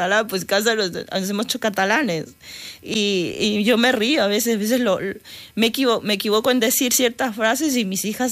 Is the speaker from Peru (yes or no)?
yes; Peru; now in Spain; No soy catalana. No soy catalana, soy peruana, porque pasa que, a ver, yo creo que tengo...